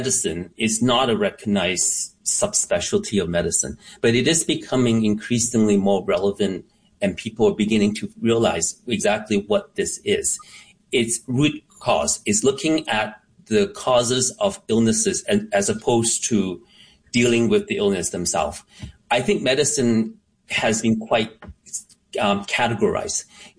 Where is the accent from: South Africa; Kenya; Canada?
Canada; Now, I am Chinese. I grew up in Canada